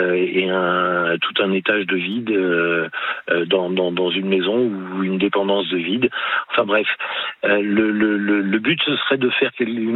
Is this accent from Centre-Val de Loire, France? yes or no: no; Palaiseau, Île-de-France, France; born there; now in Moselle, France; Je suis né à Palaiseau.